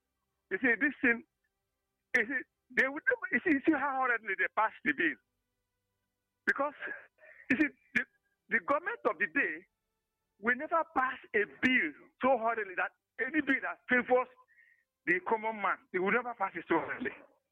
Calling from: Enugu, Enugu State, Nigeria; I'm calling from Enugu.

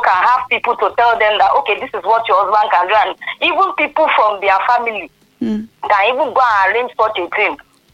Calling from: Ibadan, Oyo, Nigeria; calling from Ibadan.

